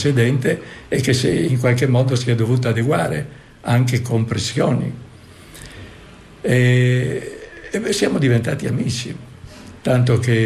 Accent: Buje, Istria County, Croatia; ha detto: ma lei non è piranese? No, dico, sono di Buie.

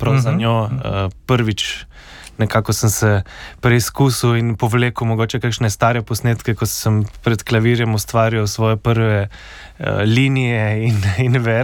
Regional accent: Slovenian Littoral, Slovenia; Primorci smo mogoče vedno bili v nekem takem našem balončku, mehurčku

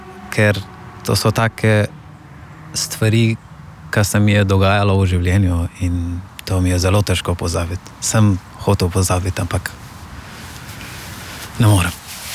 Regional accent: Afghanistan; Slovenian is a second language; also born or lived in Iran / Turkey / Greece; now in Slovenia; prihajam iz Afganistana in sem 23 let star.

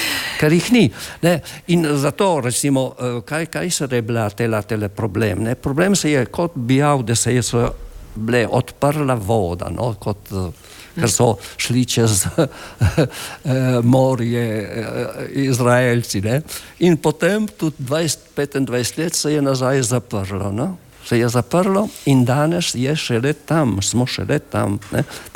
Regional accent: Friuli-Venezia Giulia, Italy; smo Slovenci

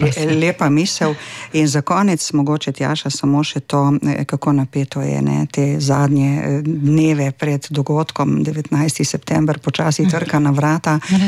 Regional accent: Primorska, Slovenia; kot rečemo Primorci

